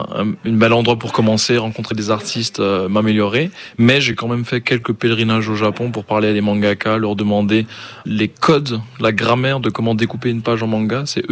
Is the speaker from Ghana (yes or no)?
yes; Ghana; moved away as an adult; now in France; J'ai découvert One Piece alors que j'étais encore au Ghana. J'ai grandi en Afrique de l'Ouest